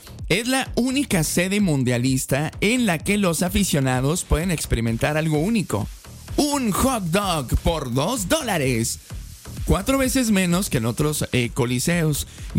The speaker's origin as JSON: {"language": "Spanish", "country": "Mexico"}